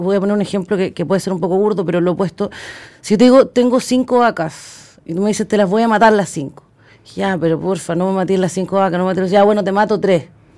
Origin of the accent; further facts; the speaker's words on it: Maule, Chile; para poder mejorar la vida de las personas como yo, digamos, como toda la gente con la que me crié. Yo soy del Maule y es parte importante de mi historia